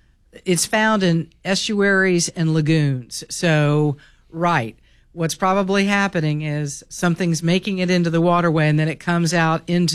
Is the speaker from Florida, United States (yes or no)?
yes; Florida, United States; That was my experience, too, growing up in South Florida.